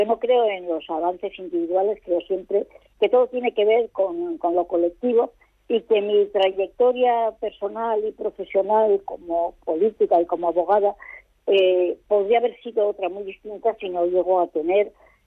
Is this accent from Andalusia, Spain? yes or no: no; Gijón, Asturias, Spain; also born or lived in San Sebastián; Sí, nací casualmente en San Sebastián, por eso no puedo ser hija predilecta, tengo que ser hija adoptiva. Lo que pasa es que efectivamente Gijón desde el primer mes y Asturias son mi ciudad y mi región.